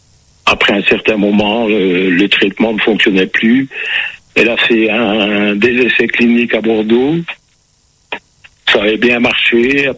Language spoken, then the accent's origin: French; La Louvière, Wallonia, Belgium; now in France; La Louvière, ça, près de Mons, entre Mons et Bruxelles.